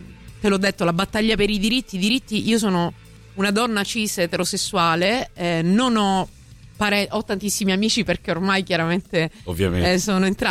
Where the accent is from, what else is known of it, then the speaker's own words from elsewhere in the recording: Messina, Sicily, Italy; accent: Messinese; moved away as an adult; now in Rome, Italy; io sono arrivata a Roma nel 2014, sono siciliana, messinese, come si può sentire dall'accento, perché ha l'orecchio allenato a sentire il messinese.